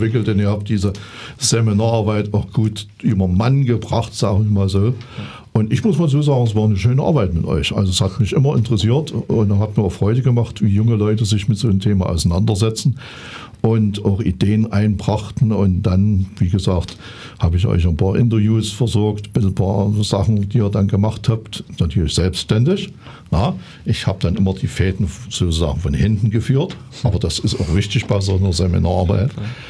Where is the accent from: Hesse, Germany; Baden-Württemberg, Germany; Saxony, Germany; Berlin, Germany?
Saxony, Germany